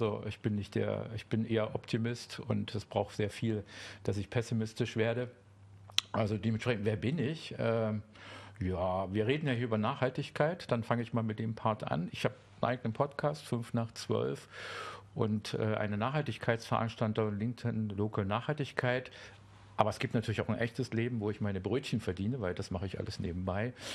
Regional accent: East Germany, Germany; Ich bin in der DDR groß geworden

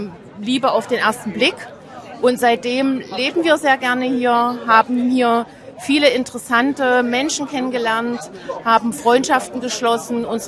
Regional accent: Halle, Saxony-Anhalt, Germany; moved away as an adult; now in Naumburg, Germany; Wir sind ja ursprünglich aus Halle gekommen und 2003, nach unserer beider Ausbildung, haben wir uns auf den Weg gemacht, ja, wo lassen wir uns nieder

